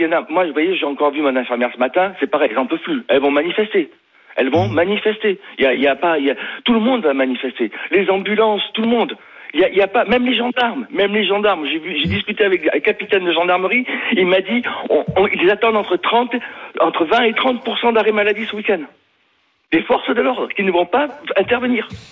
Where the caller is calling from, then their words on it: Nouvelle-Aquitaine, France; chez nous, dans le Médoc